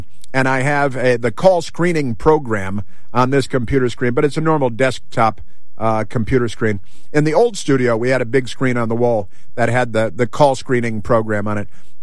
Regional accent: Chicago, Illinois, United States; Oh, of course, I recall, yeah, growing up in Chicago and CTA

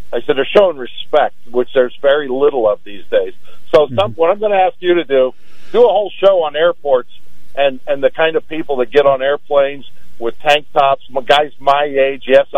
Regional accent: Midwest, United States; About 20 years ago, I grew up in the Midwest

